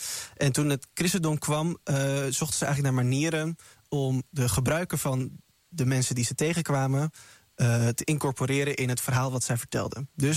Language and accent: Dutch; Overijssel, Netherlands; Ik kom uit Overijssel